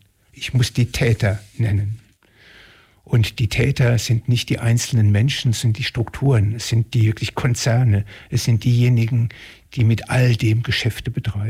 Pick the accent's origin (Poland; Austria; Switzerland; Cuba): Switzerland; Ein Weißer, Universitätsprofessor mit Assistenten, als Schweizer ein Verschonter. Nie Krieg hier